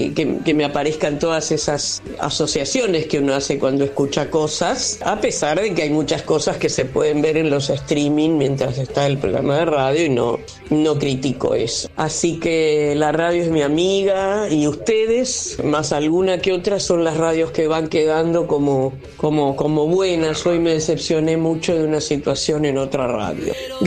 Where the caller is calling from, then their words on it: Buenos Aires, Argentina; de Capital.